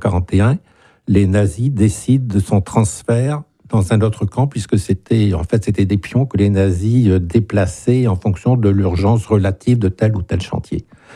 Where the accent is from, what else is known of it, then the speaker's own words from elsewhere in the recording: France; Pour ma mère, ma sœur et moi, pas de problème, nous sommes français